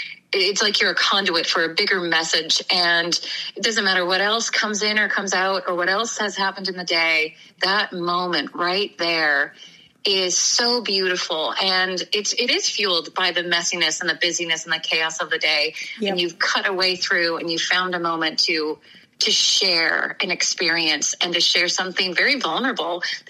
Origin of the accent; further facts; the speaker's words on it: Newfoundland and Labrador, Canada; moved away as an adult; now in Nova Scotia, Canada; I grew up pretty close to you on the other side of the street. I came from Newfoundland, and I've been in Nova Scotia now for a little over 20 years. And I, you know, grew up in a place where, you know, your community was everything.